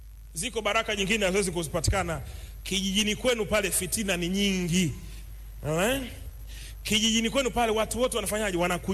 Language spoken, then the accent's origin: Swahili; Kilimanjaro, Tanzania; Sisi ni Wachaga wote, maduka kuwa tofauti, kuwa tofauti.